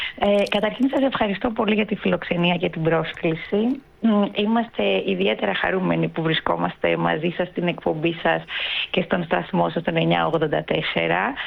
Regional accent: Thessaloniki, Central Macedonia, Greece; γιατί είμαι Θεσσαλονικιά, που διατηρώ εξοχική κατοικία στο νησί.

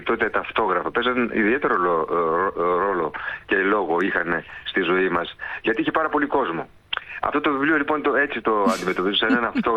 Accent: Kozani, Western Macedonia, Greece; εγώ η καταγωγή μου είναι από Κοζάνη

